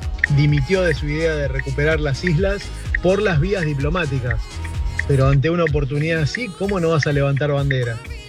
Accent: Argentina; Y es el momento de unirnos como argentinos en una causa común que no sea solamente el fútbol.

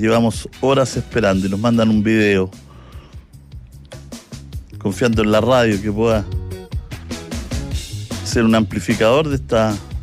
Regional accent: Concepción, Biobío, Chile; Desde Concepción, tu tierra. Lógico que es mi tierra ahí, Concepción.

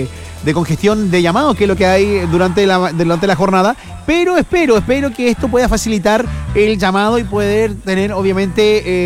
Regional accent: Chile

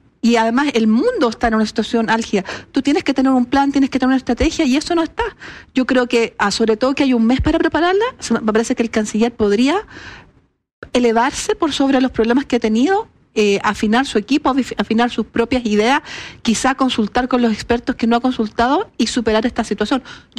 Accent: Chile; Somos todos chilenos.

